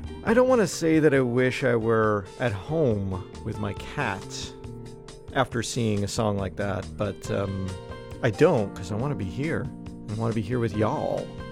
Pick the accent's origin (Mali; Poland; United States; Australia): United States; I grew up in America. I took a economics class and stuff like that.